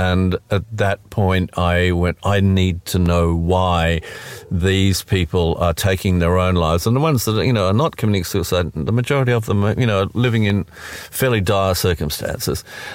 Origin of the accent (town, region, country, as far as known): Launceston, Tasmania, Australia; born or raised there